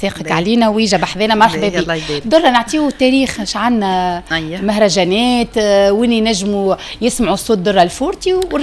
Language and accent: Arabic; Tunisia; عندنا في تونس